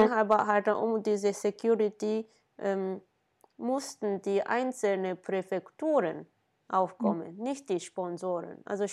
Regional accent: Kyoto, Japan; Ja, auch in Kyoto, wo ich herkomme, da waren dann halt größtenteils abgesagt

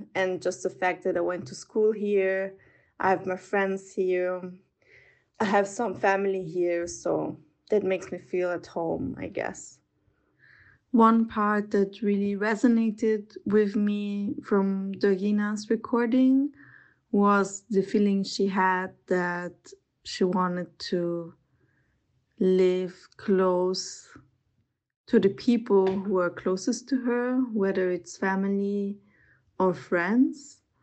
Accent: Vienna, Austria; I'm 29 years old, I'm from Vienna, I grew up here, my mom is Italian, my dad is half Australian, half Austrian, so I come from quite a multicultural background

